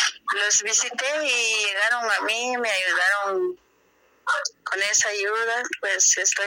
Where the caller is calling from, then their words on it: Huehuetenango, Guatemala; me llamo de aquí, de Huehuetenango.